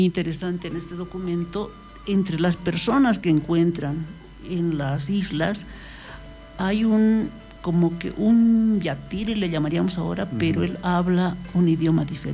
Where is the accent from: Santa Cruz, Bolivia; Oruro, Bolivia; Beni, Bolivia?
Oruro, Bolivia; como orureños. Exacto. Y como bolivianos